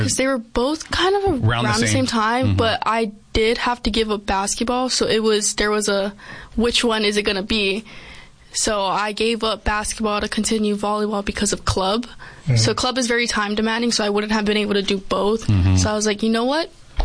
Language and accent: English; Aiea, Hawaii, United States; moved away as an adult; now in Arizona, United States; I was living there my whole entire life, and then wound it up here.